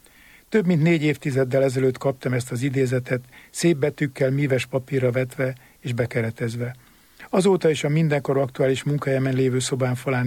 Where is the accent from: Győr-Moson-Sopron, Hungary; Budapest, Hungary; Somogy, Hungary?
Somogy, Hungary; Törökkoppány; hogy onnél tovább induljunk szülőfalunkba, a Somogyvár megyét Törökkoppányba